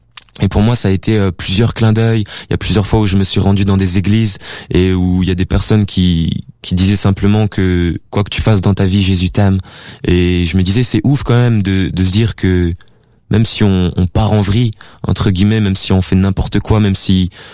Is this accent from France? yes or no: yes; Grand Est, France; born there; J'ai 19 ans, je suis né en Alsace. J'ai passé une enfance vraiment cool.